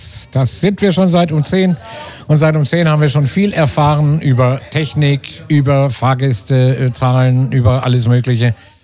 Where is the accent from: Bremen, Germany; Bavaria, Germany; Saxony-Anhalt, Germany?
Bremen, Germany; moved away; Ich bin nun gebürtiger Bremer